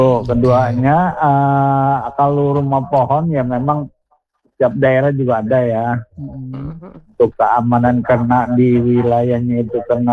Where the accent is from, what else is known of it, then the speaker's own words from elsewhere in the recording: West Java, Indonesia; Di daerah saya juga ada, di Jawa Barat itu rumah panggung ada.